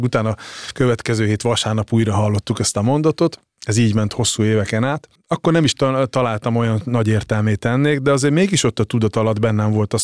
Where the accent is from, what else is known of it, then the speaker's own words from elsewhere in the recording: Hungary; moved away as an adult; also born or lived in Italy; nem csak én, hanem jó néhány magyar társam olasz állampolgárságot vett fel abban az időben, és játszottunk olaszként